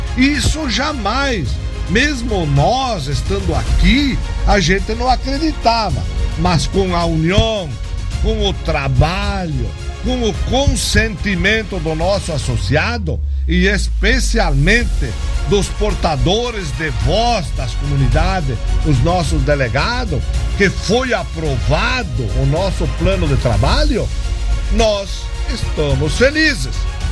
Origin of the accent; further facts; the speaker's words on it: Nova Bréscia, Rio Grande do Sul, Brazil; eu sou de Nova Brécia, a cooperativa é de Fontoura.